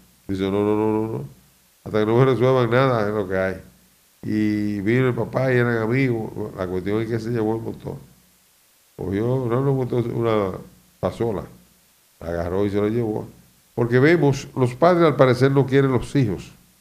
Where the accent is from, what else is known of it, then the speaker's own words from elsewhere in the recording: Dominican Republic; nosotros como dominicanos